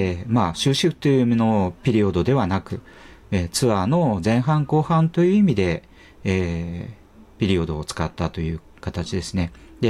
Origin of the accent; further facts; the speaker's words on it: Sapporo, Hokkaido, Japan; 地元の札幌でなかなかチケットが取れてないっていうのも